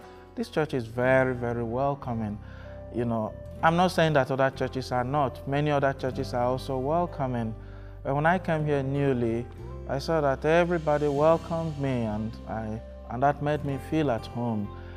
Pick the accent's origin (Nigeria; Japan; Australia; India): Nigeria; moved away as an adult; now in United States; I've been to Germany, I've been to Mexico, and then Nigeria is my home country.